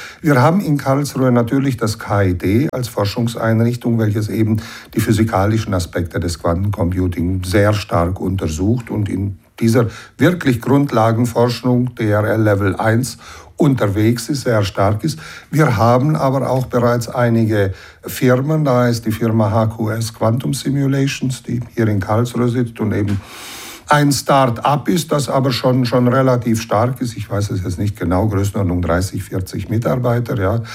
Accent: Banat, Romania; born or raised there; first language German; moved away as an adult; now in Germany

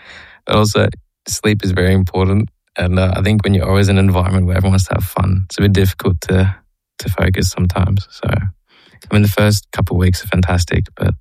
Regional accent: Sydney, New South Wales, Australia; moved away as an adult; now in Karlsruhe, Germany; I'm from Sydney, Australia. I'm currently studying mechanical engineering and applied physics, a double degree at the University of Technology in Sydney.

